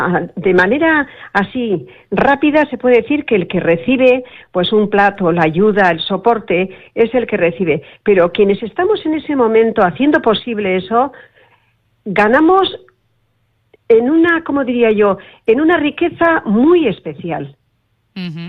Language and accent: Spanish; Tolosa, Basque Country, Spain; born there; now in Gijón, Spain; Bueno, mi padre era navarro, yo soy vasca de Tolosa.